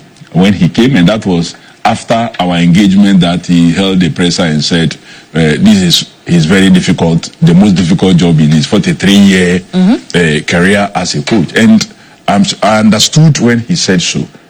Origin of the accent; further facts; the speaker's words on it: Ghana; I am a Ghanaian and also a minister. As a Ghanaian who loves sports, I have to speak my mind also.